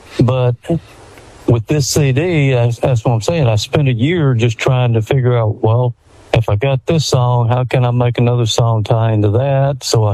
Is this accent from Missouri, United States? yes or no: no; Texarkana, Texas, United States; Well, I was actually born in Texarkana, but the bad thing was I was born on the Arkansas side of Texarkana because they didn't have a hospital on the Texas side at the time